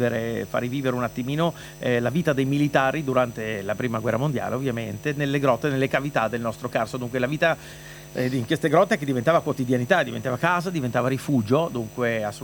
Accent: Trieste, Friuli-Venezia Giulia, Italy; io da Triestino sì, ovviamente.

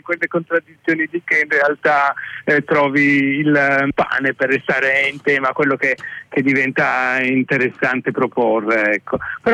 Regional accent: Turin, Piedmont, Italy; Io ero cresciuto a Torino

